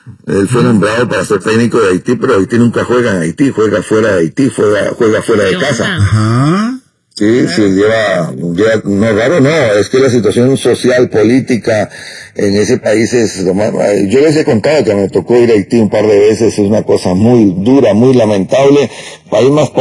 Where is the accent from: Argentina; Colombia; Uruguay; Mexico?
Mexico; somos centroamericanos, somos mexicanos, y somos de esta zona del mundo.